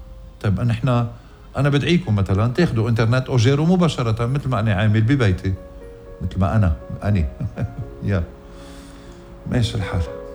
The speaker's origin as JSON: {"language": "Arabic", "country": "Lebanon", "said": "آخ يا بلدي لبنان آخ."}